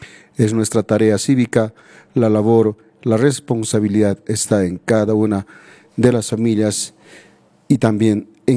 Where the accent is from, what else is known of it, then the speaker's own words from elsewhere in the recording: Cusco, Peru; el Valle Sagrado de los Incas, nuestra tierra